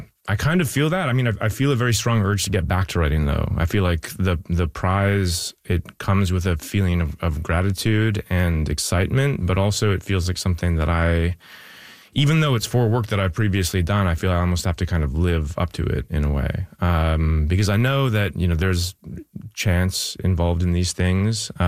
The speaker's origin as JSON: {"language": "English", "town": "New Westminster", "region": "British Columbia", "country": "Canada", "said": "I'm from New Westminste"}